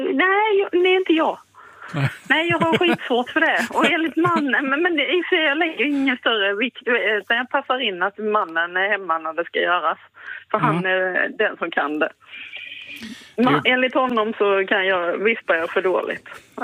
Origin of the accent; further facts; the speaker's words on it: Kristianstad, Skåne, Sweden; born there; now in Gothenburg, Sweden; Jag är ju född på andra sidan.